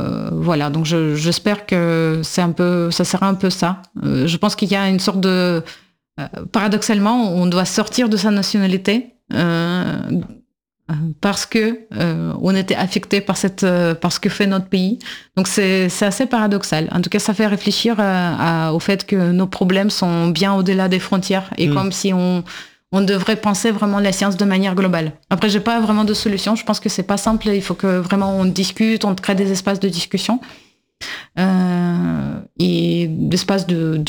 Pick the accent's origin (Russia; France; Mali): Russia; Et en tant que russe, je pense que oui